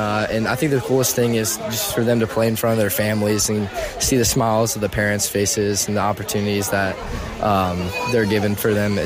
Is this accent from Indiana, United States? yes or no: yes; Indianapolis, Indiana, United States; I'm from Indianapolis, Indiana.